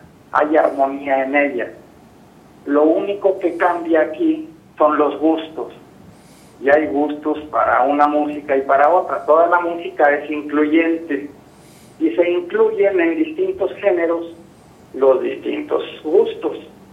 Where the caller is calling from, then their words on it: Sombrerete, Zacatecas, Mexico; de Sombrerete.